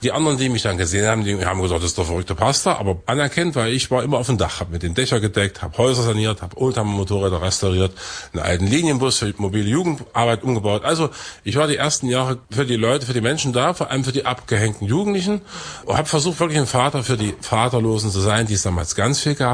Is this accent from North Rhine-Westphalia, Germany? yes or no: no; Weißenfels, Saxony-Anhalt, Germany; also born or lived in Eisleben; Ja, ich bin in Eisleben geboren, in Weißenfels aufgewachsen. Also das ist mein Ursprungsfluidum, diese proletarisch geprägte Kultur des Industriedreieckes.